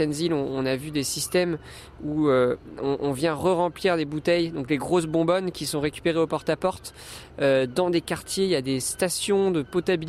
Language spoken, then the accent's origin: French; France; chez nous en France